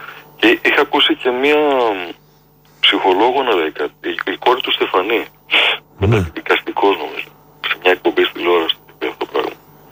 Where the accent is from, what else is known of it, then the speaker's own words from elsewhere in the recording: Greece; ούτε ο ίδιος ο τόπος μου, δηλαδή έτσι όπως έχουν χτιστεί οι πόλεις στην Ελλάδα